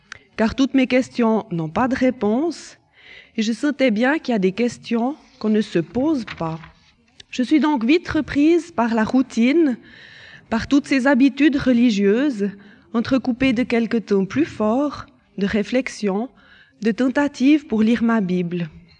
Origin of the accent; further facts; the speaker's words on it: Lausanne, Vaud, Switzerland; born there; Je suis née à Lausanne et j'ai été baptisée dans la foi catholique.